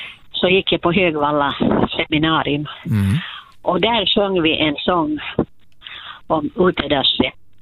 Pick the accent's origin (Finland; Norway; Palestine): Finland; Porvoo, Uusimaa; Jo, jag är hemma från Borgå, och vi hade ju en ute, och vi kallade det för tuppen.